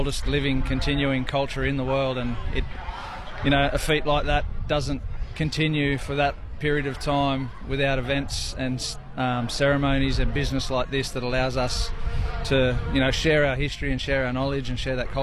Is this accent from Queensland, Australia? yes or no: no; New South Wales, Australia; I'm from Biripi country here in the Hastings region, and family connections through Warramai and Bundjalung as well.